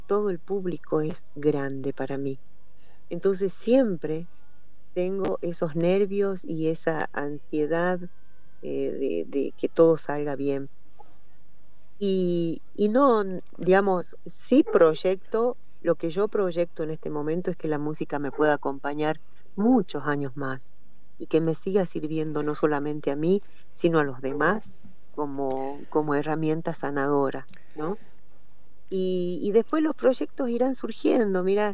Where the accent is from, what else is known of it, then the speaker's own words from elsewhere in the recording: Jujuy, Argentina; creen que somos de Bolivia, de Perú, o nos preguntan, o Jujuy existe.